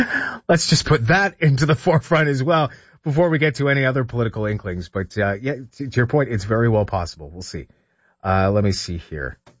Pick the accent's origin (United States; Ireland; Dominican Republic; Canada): Canada; With so many competing visions, I sometimes wonder, what does being Canadian even mean anymore?